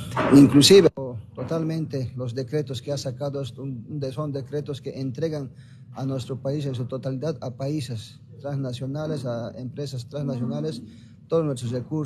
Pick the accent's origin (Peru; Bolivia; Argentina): Bolivia; nosotros como pueblo boliviano estamos firmes en esta lucha